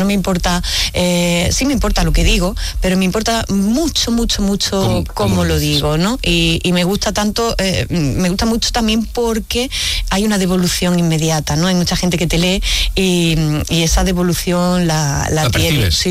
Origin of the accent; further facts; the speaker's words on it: Jaén, Andalusia, Spain; now in Seville, Spain; Yo soy trianera de Jaén